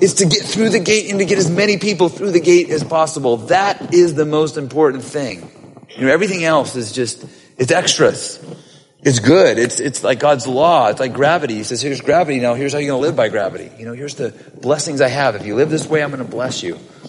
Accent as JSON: {"language": "English", "region": "Scotland", "country": "United Kingdom", "said": "Because I'm Scottish. I always ask, when's the sale?"}